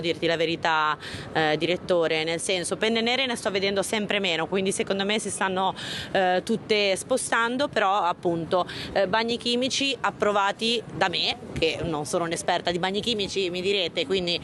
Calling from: Genoa, Liguria, Italy; da genovesi

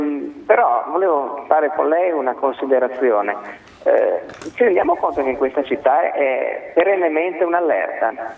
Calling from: Genoa, Liguria, Italy; da Genova.

